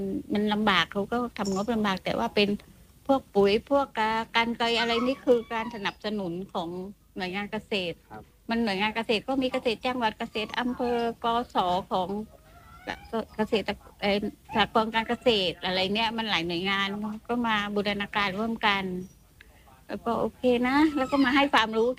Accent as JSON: {"language": "Thai", "region": "Surat Thani", "country": "Thailand", "moved": "as an adult", "lives_now": "Ranong, Thailand", "said": "พี่เป็นคนสุราษฎร์แต่มาสร้างสวนที่ชุมพรของค่ายอำเภอสวี"}